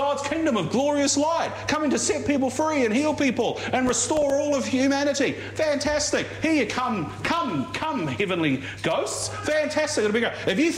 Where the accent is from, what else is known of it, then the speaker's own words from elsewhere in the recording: Auckland, New Zealand; I grew up in Auckland, the land of Uber Eats.